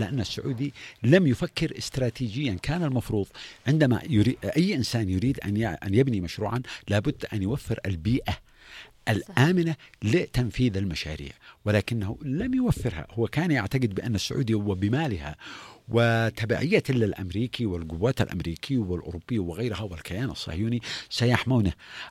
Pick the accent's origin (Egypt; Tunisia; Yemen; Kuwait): Yemen; now in Sanaa, Yemen